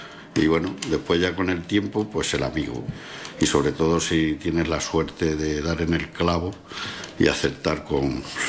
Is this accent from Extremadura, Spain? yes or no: yes; Casatejada, Extremadura, Spain; moved away; Me iré a mi pueblo, a Extremadura, tengo en Casa Tejada, que es mi pueblo, al lado de Navalmoral de las Mates. Tengo una casa que era la de mis padres y tal, de la familia.